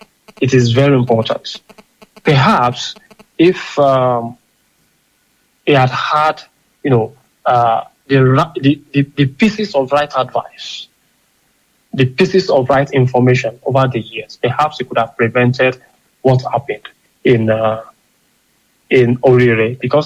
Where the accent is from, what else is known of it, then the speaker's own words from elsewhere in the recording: Oyo, Nigeria; I'm from Oyo State, like you mentioned, and not just from Oyo State, I'm involved in community effort as chairman of Oyo Global Forum, you know, a body of professionals from Oyo.